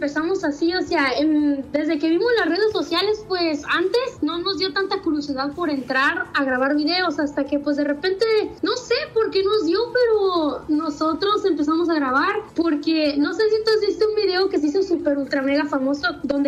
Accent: Aguascalientes, Mexico; Sí, soy de Aguascalientes

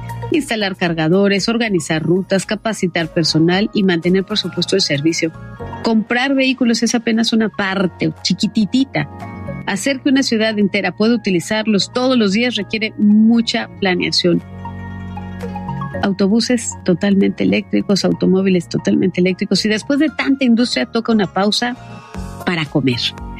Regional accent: Mexico; Para nosotros como mexicanos, para mí como mexicana

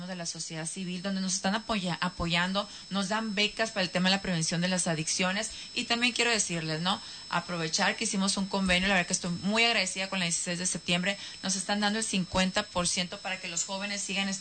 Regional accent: Baja California, Mexico; venimos del Valle de Mexicali

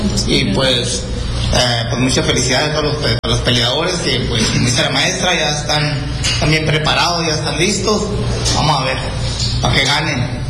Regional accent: Puerto Peñasco, Sonora, Mexico; Nos acompañe, pues, hola, soy de Puerto Peñasco, en el Centro de Convenciones.

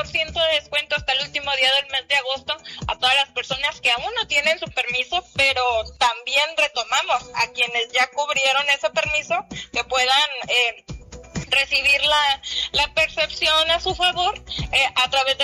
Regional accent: Mexico; yo creo que a todos como mexicanos nos hubiera llenado todavía más de alegría el avanzar

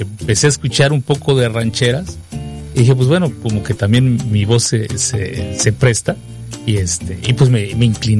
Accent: Chiapas, Mexico; como un chiapaneco con ganas de salir adelante en esta industria

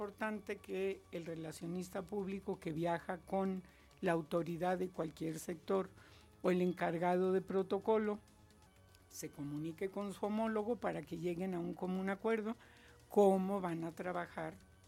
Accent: Mexico

